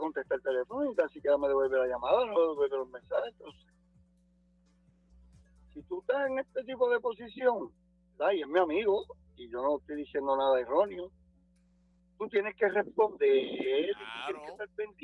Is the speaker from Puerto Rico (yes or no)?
yes; Ponce, Puerto Rico; nos criamos juntos en Ponce